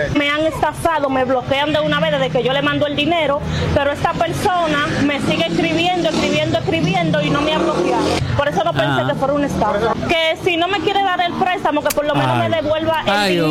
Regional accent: Santo Domingo, Dominican Republic; yo soy de Santo Domingo

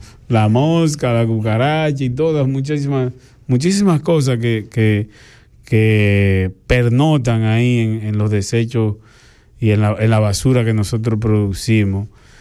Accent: Dominican Republic; nosotros tenemos como República Dominicana

